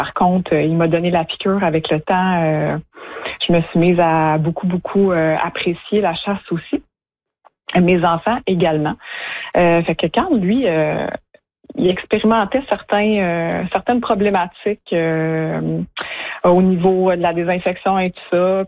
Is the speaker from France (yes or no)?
no; Saint-Jérôme, Quebec, Canada; T'sais, moi, j'ai grandi à Saint-Jérôme